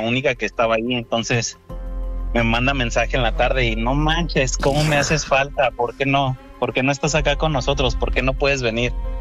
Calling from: Guadalajara, Jalisco, Mexico; De Guadalajara.

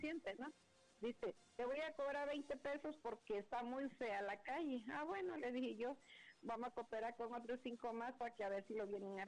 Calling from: Cintalapa, Chiapas, Mexico; De aquí de Cintalapa.

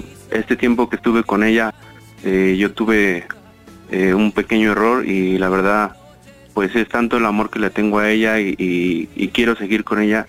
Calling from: Mexico City, Mexico; De la Ciudad de México

